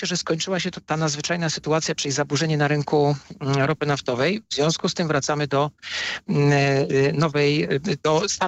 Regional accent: Kraków, Lesser Poland, Poland; Ja jestem z Krakowa

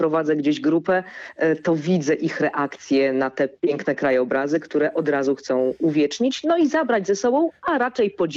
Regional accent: Podlaskie Voivodeship, Poland; ja jestem z urodzenia i zamieszkania Podlasianką.

